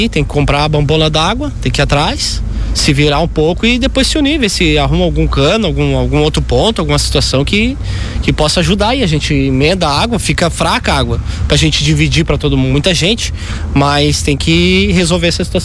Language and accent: Portuguese; Porto Alegre, Rio Grande do Sul, Brazil; moved away; Eu vim de Porto Alegre, e há 2 anos eu tô aqui.